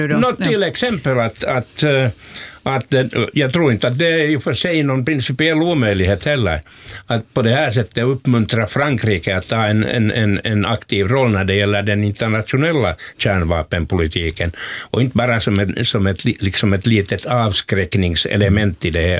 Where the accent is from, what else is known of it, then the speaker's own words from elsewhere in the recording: Finland; nu står vi ju inför fullbordat faktum också här som finländare.